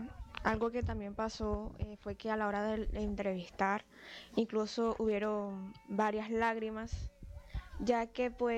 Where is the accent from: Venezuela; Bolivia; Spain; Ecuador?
Venezuela; Trujillo; now in Montería, Colombia; el primer estado, que es de donde yo vengo, que es el estado Trujillo